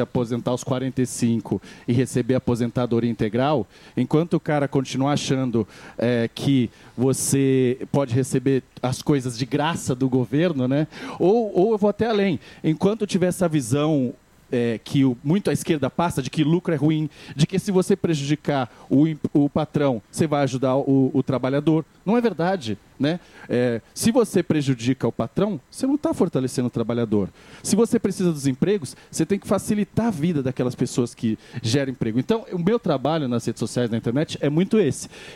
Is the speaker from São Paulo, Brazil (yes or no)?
yes; São Paulo, Brazil; eu era da Zona Leste, cresci em Itaquera, e hoje moro num bairro bom